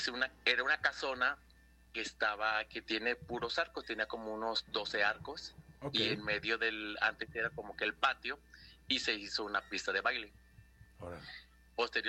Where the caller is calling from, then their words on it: Tlajomulco de Zúñiga, Jalisco, Mexico; Hablo de Tlajomulco.